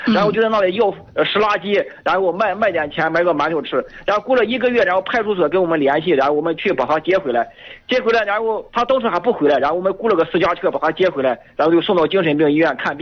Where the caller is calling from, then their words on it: Jishan, Shanxi, China; 我是稷山的。